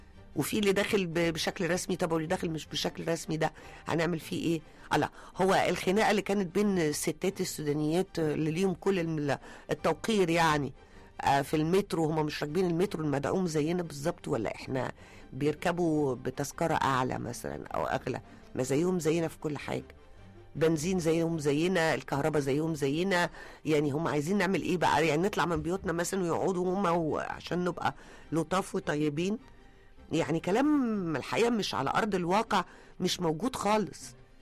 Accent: Egypt

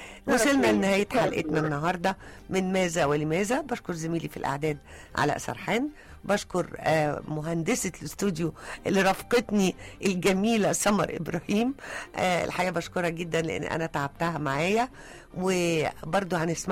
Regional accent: Egypt; زي ما نقول بالمصري

